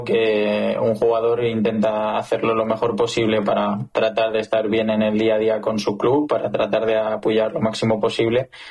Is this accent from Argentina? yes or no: no; Spain; Ya no solo como aficionado, sino también como español.